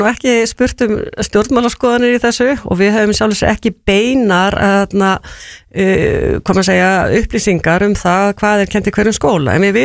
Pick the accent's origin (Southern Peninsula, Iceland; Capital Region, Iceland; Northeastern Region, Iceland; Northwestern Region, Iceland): Northeastern Region, Iceland; Húsavík; ég er frá Húsavík og þegar ég byrjaði þá var þetta ekki kennt þar sem dæmi